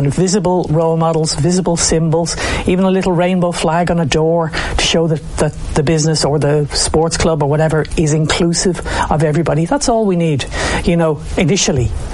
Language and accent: English; Ireland; I grew up in Ireland in the early 70s, and I grew up as a teenage boy going to a boys' school